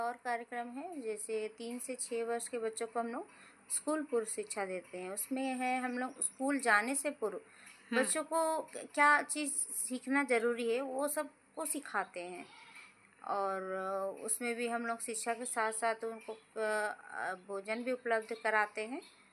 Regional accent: Jharkhand, India; न्यूकोरन tour की रहने वाली हूँ।

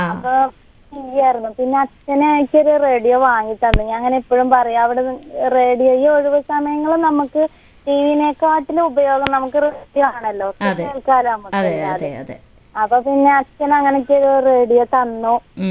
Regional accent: Pattambi, Kerala, India; moved away as an adult; now in Vandoor, India; എന്റെ വീട് എന്താ പട്ടാമ്പി കട്ടിൽമാടത്താണ്. അവിടെ അച്ഛണ്ട്, അമ്മ ഉണ്ട്, പിന്നെ ചേച്ചി ഉണ്ട്.

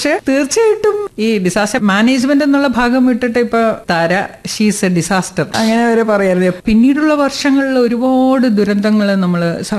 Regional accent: Kerala, India; കേരളത്തിൽ നിന്ന് ഞാൻ മാത്രമേ ഉണ്ടായിരുന്നുള്ളൂ

